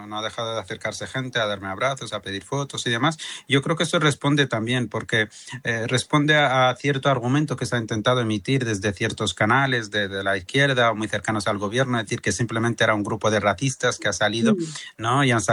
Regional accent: Western Sahara; vengo del Sáhara, tengo la cara que tengo

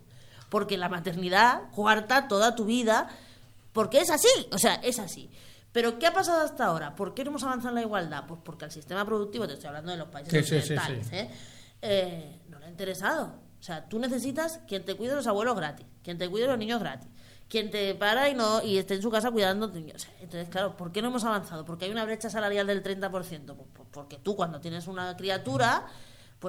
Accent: Andalusia, Spain; Hombre, pues yo soy granadina de pro, no de nacimiento, pero mi familia era así, y soy además de La Vega.

